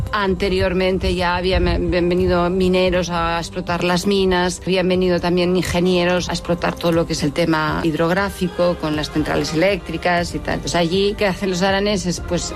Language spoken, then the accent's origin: Spanish; Les, Catalonia, Spain; soy de Les. Es un pueblo de unos 1000 habitantes que está justo tocando a la frontera con Francia